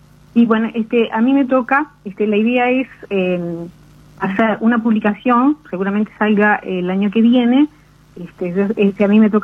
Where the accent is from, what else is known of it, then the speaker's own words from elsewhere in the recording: Tacuarembó, Uruguay; recordando, porque ya de parte soy de Tacuarembó